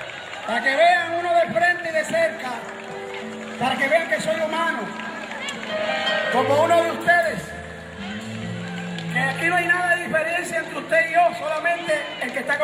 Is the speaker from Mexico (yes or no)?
no; Puerto Rico; Yo vengo de, soy nacido en Puerto Rico, pero de sangre italiana, o sea … Pero yo soy más puertorriqueño que el arroz y los frijoles, ¿ok? 100% boricua.